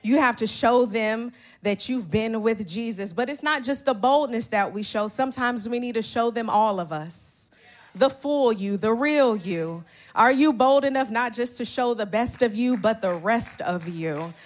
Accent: Oakland, California, United States; I'm really from Oakland. I know that if I want a hoagie from Meals on Seminary, they're closed on Sunday and they only take cash. I refuse to call it International Boulevard or East 14th.

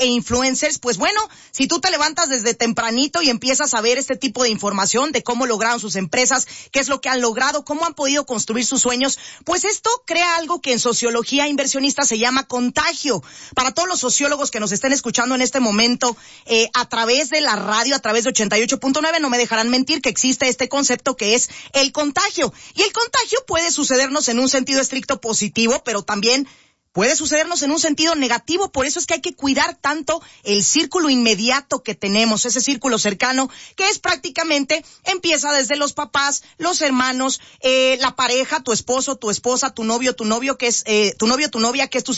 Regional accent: Mexico; como empresaria mexicana de 34 años de edad

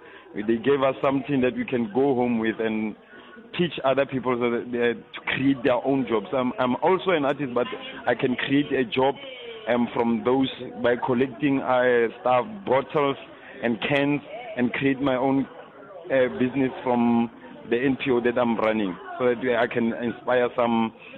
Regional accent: Koster, North West, South Africa

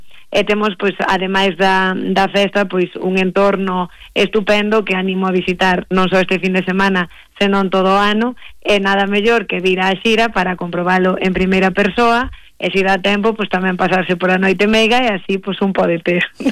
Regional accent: Vilalba, Galicia, Spain; así é algo como moi vilalbés, que todos os que somos de alí, pois lle temos ese cariño especial

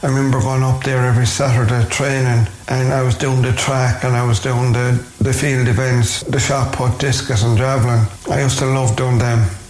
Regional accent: Sixmilebridge, Munster, Ireland; now in Shannon, Ireland; I grew up in Sixwell Bridge. I was born with cerebral palsy.

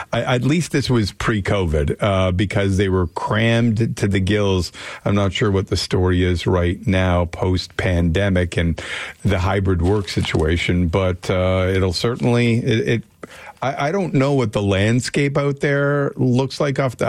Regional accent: Markham, Ontario, Canada; I grew up in Markham, but when they decided to extend the Yonge Line into the 905

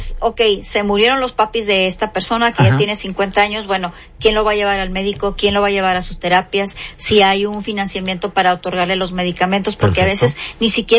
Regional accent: Monterrey, Nuevo León, Mexico; los regiomontanos, los que sí somos de Monterrey

